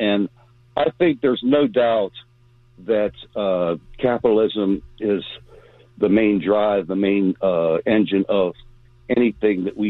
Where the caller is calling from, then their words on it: Virginia, United States; from Virginia.